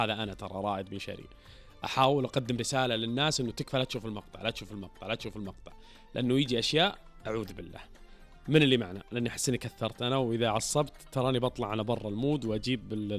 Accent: Saudi Arabia; كرامتي أنا كسعودي وعربي أصيل

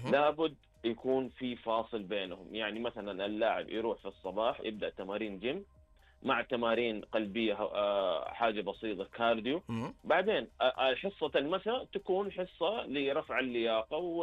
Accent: Saudi Arabia; هنا عندنا في السعودية

